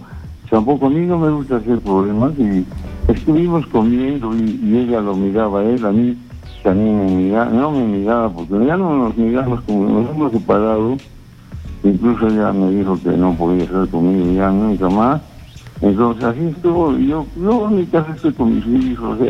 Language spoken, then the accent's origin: Spanish; Puno, Peru; Yo soy de Puno, entonces se ha ido a Arequipa